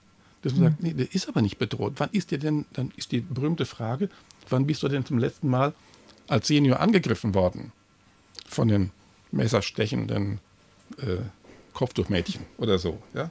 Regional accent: Bavaria, Germany; Und ich bin alt genug zu sagen, ich komme aus Bayern, da gab es wirklich üblen Wirtshausschlägereien mit zerbrochenen Maskrügen.

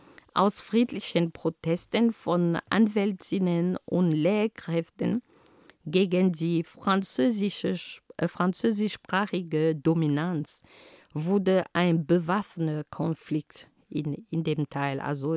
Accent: Cameroon; first language Homala; German is a second language; now in Germany; In meiner Heimat Kamerun

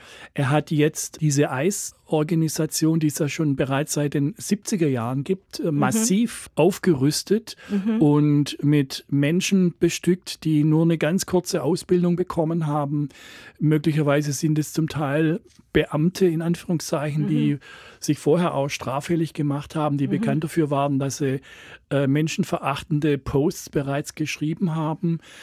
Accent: Germany; als Deutscher

